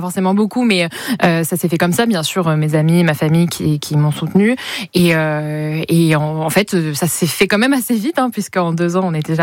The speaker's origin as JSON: {"language": "French", "town": "Laval", "region": "Pays de la Loire", "country": "France", "tie": "born or raised there", "said": "Oui, toute ma vie à Laval. Je suis partie sur mes dernières années d'études à Paris, mais sinon je revenais très souvent, même quasiment tous les week-ends à Laval."}